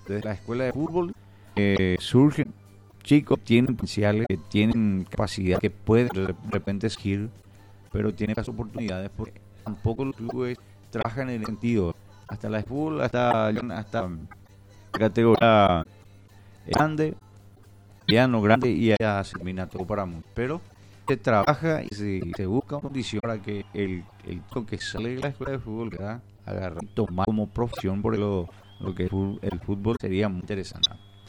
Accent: Paraguay; Como paraguayos tenemos que ver

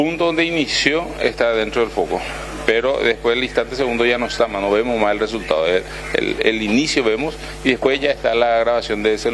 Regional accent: Ciudad Ayala, Morelos, Mexico; Yo soy de Ayala.

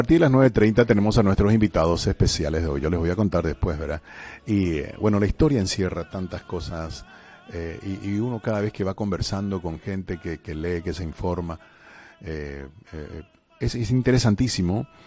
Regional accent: Paraguay

